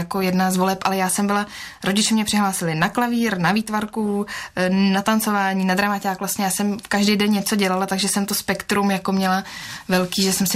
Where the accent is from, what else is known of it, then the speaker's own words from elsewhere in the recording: Rakovník, Central Bohemian Region, Czechia; Jak ty holky u nás v Rakovníku říkají, jedu domů trojkou